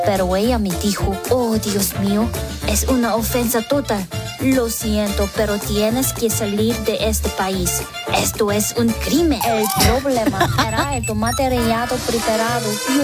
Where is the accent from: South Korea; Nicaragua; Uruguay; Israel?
South Korea; now in Spain; Soy coreana y casi no como kimchi, pero pan tomaket lo podría comer cada día.